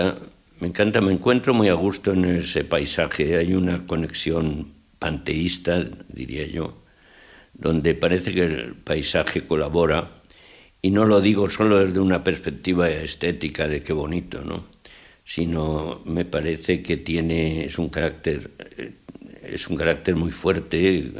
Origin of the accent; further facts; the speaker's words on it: Asturias, Spain; now in Madrid, Spain; ahora me encuentro en Madrid, como estás viendo. pero vengo de Asturias